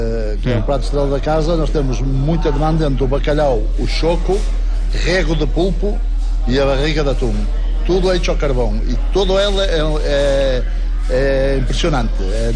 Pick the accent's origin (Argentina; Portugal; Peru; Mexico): Portugal; Spanish is a second language; now in Spain; yo como soy portugués